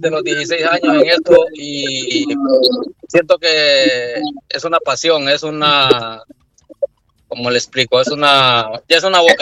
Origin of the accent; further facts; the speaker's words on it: Comayagua, Honduras; also born or lived in Sulaco, Yoro; Nosotros tenemos ese problema de identidad siempre porque los de San José como que se resienten o se ponen celosos cuando decimos que somos de Sulaco.